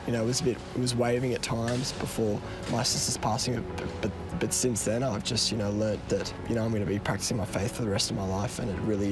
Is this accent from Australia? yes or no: yes; Sydney, New South Wales, Australia; I'm 21 years old and I'm from Sydney, Australia. I've been lucky to grow up in a Catholic family, really good, strong, Catholic, devout parents and siblings who also practice their faith.